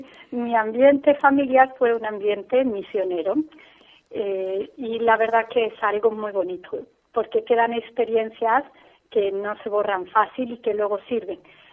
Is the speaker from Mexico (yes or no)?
no; Cusco, Peru; born there; tengo 28 años, nací en Perú, aunque mis papás son argentinos.